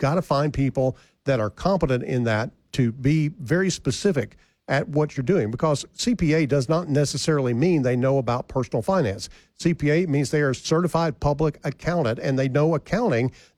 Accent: El Dorado, United States; my hometown of El Dorado.

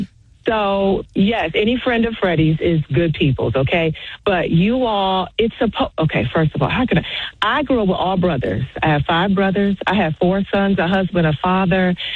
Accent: New Jersey, United States; I'm from Jersey, so

